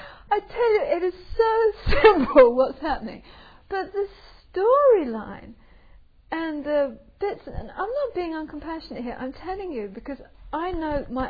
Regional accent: England, United Kingdom; And being English

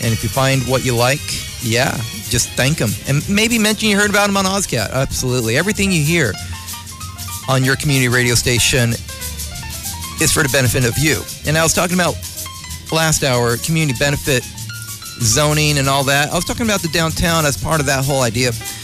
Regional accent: Vallejo, California, United States; born or raised there

